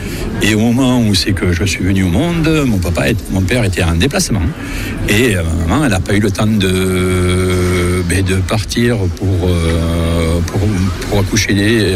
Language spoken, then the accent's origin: French; Montauban, Occitanie, France; Je suis né à Montauban il y a un peu plus de 60 ans et je vis à Montauban depuis toujours.